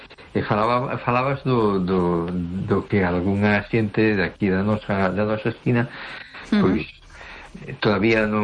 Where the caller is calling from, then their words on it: A Coruña, Galicia, Spain; … de Coruña, ¿qué tal?